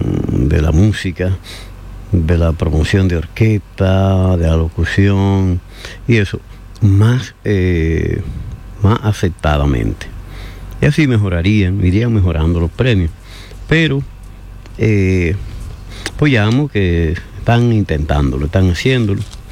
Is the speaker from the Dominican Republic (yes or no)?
yes; San Francisco de Macorís, Duarte, Dominican Republic; moved away as an adult; also born or lived in Santo Domingo / New York; primero en mi pueblo natal, San Francisco, Santo Domingo, en Estados Unidos, en Nueva York, después volví a la capital